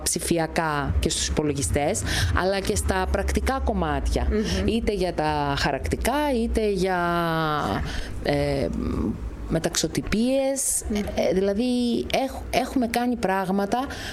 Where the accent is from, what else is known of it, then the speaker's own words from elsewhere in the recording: Kallirachi, East Macedonia and Thrace, Greece; πιστεύω ότι θα μπορούσα να δώσω και ένα μικρό λιθαράκι πολιτισμού το χωριό μου, στην πατρίδα μου. Έχει τόσα παιδιά εδώ, έχει 55 στο δημοτικό και άλλα δεν ξέρω πόσα στο επαγγελματικό λύκειο που είναι παράρτημα της Χρυσούπολης, που έχουμε εδώ στην Καλλιράχη